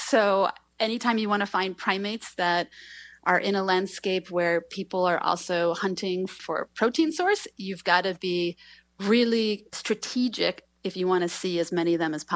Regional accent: United States; for me as an American

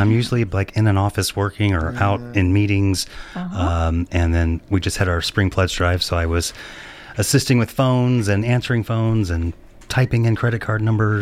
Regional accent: Missouri, United States; moved away as an adult; also born or lived in Washington, D.C. / Grand Rapids, Michigan / Duluth, Minnesota / Denver, Colorado; I'm the KOPN Director of Development and Community Engagement. I was born and raised in Missouri

